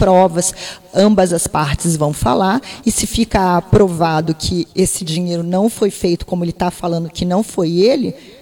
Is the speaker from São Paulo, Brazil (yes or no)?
yes; Santos, São Paulo, Brazil; born there; now in Cabo Frio, Brazil; Nasci em Santos.